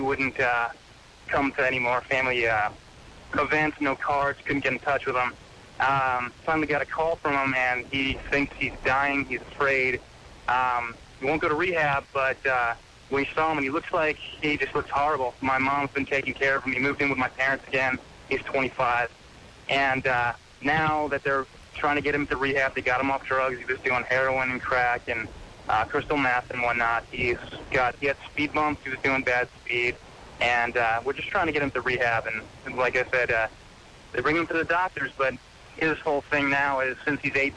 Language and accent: English; New York, United States; born there; moved away; also born or lived in San Diego